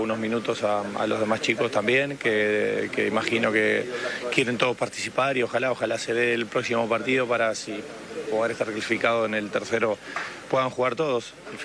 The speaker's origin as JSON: {"language": "Spanish", "country": "Argentina", "said": "Dirán que porque soy argentino lo digo."}